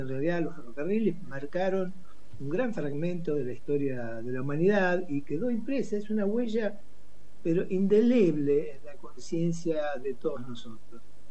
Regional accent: Argentina; lo que somos los argentinos, los latinoamericanos

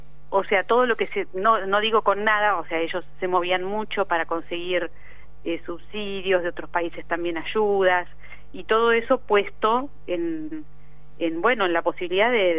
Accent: Azul, Buenos Aires Province, Argentina; yo soy de Azul, sí.

